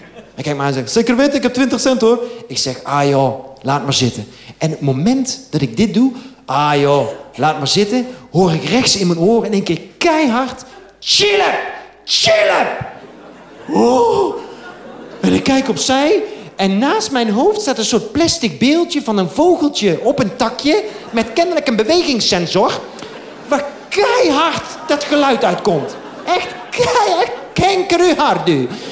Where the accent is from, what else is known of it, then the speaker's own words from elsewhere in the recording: North Brabant, Netherlands; accent: soft G; now in Amsterdam, Netherlands; Want ik ben een Brabander in Amsterdam. Als Brabanders praten ze met een zachte G.